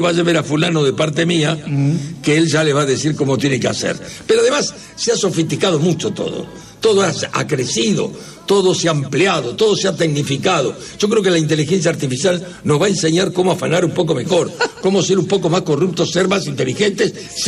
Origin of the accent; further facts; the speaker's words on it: Argentina; somos geniales, somos espectaculares, somos argentinos